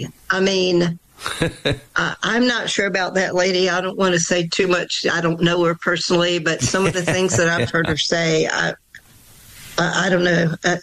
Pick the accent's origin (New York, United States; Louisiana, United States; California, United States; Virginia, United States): Virginia, United States; I grew up in Southern Virginia.